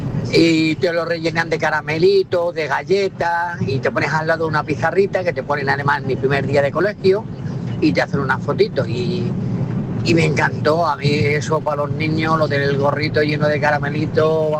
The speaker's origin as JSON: {"language": "Spanish", "town": "Hanover", "region": "Lower Saxony", "country": "Germany", "tie": "born or raised there", "moved": "yes", "said": "En Alemania, soy hijo de padres emigrantes. Ajá. Y nací y me crié allí en Alemania."}